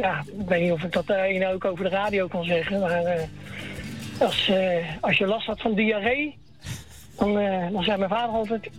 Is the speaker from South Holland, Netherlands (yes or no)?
yes; The Hague, South Holland, Netherlands; Ja, kijk, ik ben geboren en getogen in Daagse Schilderswijk. En ik zal nooit mijn afkomst verloochenen.